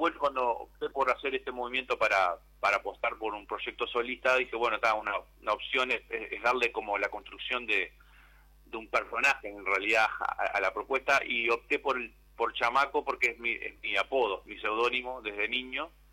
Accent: Tacuarembó, Uruguay; moved away; me tiene como un vínculo con mi tierra natal, con Tacuarembó.

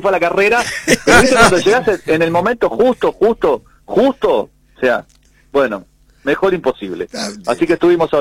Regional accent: Uruguay

